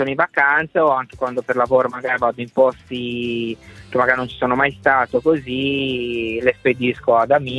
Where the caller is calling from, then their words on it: Genoa, Liguria, Italy; sono di Genova, ora ne venivo giù dal Piemonte